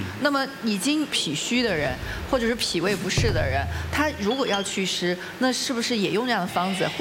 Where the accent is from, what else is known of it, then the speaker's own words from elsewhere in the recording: Guangdong, China; 我们广东这边